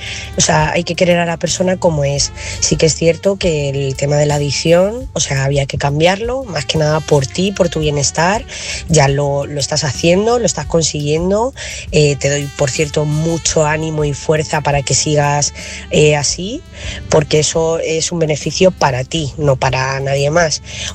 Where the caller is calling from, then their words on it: Talavera de la Reina, Castilla-La Mancha, Spain; corresponsal de Talavera.